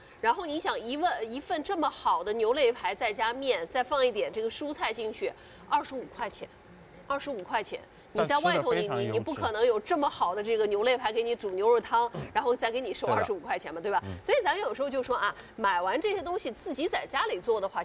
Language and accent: Chinese; Northwest China, China; 因为我是西北人，所以我吃牛羊肉是特别在意的